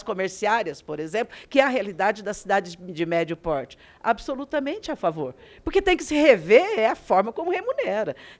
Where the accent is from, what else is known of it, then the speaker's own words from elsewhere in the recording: Registro, São Paulo, Brazil; lá da minha cidade, sou de Registro, interior de São Paulo.